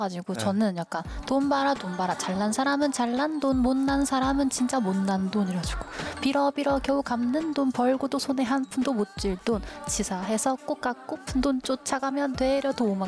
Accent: South Korea; 지금 제가 한국인이니까

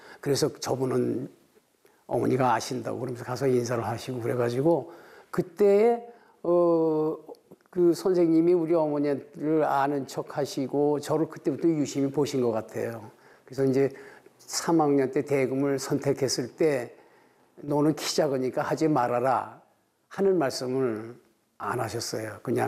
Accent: Seoul, South Korea; 저는 그 고향이 서울입니다.

